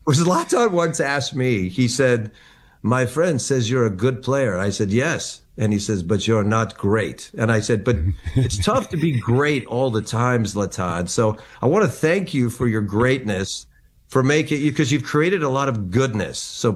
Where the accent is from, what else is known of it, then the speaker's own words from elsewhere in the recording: Westlake Village, California, United States; I'm from Westlake Village, California.